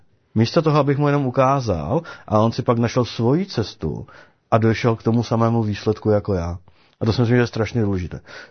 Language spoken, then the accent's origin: Czech; Bruntál, Moravian-Silesian Region, Czechia; když ke mně přijde můj člen z Bruntálu a mluví se mnou, jak bych tak u nás na Bruntálsku řekli, na férovku, a bez obalu